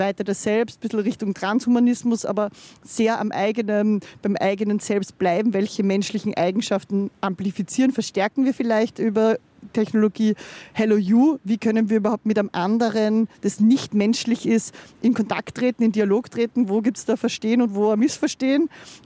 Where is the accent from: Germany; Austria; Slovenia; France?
Austria; Linz, Upper Austria; Ich bin in Linz aufgewachsen